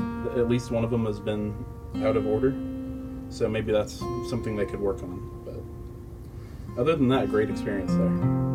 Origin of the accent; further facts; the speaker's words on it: St. Louis, Missouri, United States; now in Maine, United States; I'm from St. Louis originally